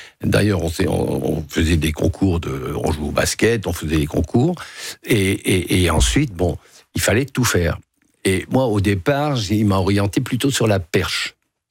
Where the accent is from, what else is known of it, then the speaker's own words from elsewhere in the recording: Hauts-de-France, France; Je suis du Nord, hein.